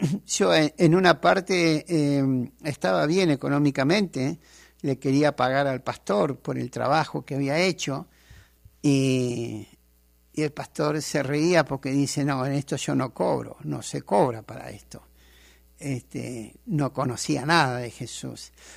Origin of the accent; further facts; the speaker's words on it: Santa Rosa, La Pampa, Argentina; De Argentina, Santa Rosa La Pampa.